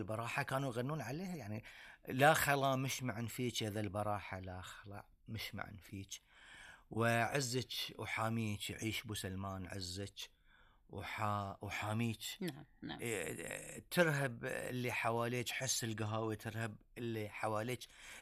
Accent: Bahrain

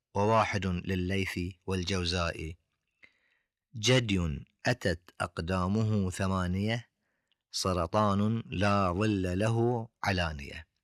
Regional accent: Bahrain; عندنا في البحرين وفي سائر الخليج العربي

